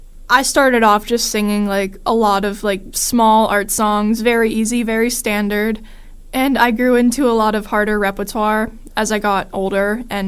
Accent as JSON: {"language": "English", "town": "Monaca", "region": "Pennsylvania", "country": "United States", "said": "I'm from Monaca."}